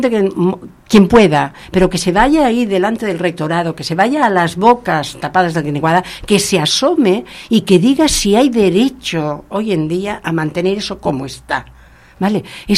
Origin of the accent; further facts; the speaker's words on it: Barcelona, Catalonia, Spain; soy de Barcelona, de Cataluña, y conozco bien la zona esa específicamente